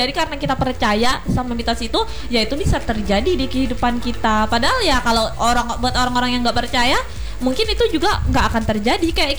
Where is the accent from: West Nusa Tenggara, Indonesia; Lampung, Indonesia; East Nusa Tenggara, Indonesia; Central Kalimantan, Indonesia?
Central Kalimantan, Indonesia; Pulang Pisau; moved away; dari kampung, dari Pulang Pisau, kampung aku di Pulang Pisau